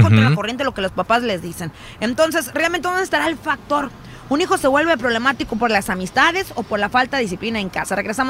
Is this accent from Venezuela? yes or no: no; Mexico; now in California, United States; yo crecí en México, mi hijo está creciendo en este país